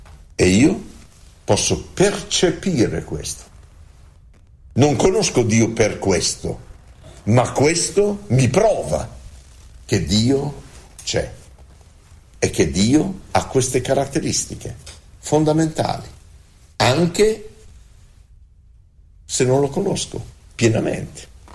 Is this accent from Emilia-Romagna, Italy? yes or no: yes; Bologna, Emilia-Romagna, Italy; Dove vivevo io, dove sono nato io, a Porta San Felice, c'era un terreno che i miei bonificarono e ne fecero un giardino.